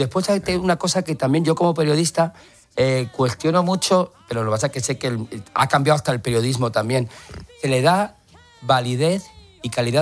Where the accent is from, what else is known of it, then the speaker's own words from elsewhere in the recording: Madrid, Community of Madrid, Spain; soy imagen de mi ciudad, soy madrileño, Madrid no entiende de política, soy madrileño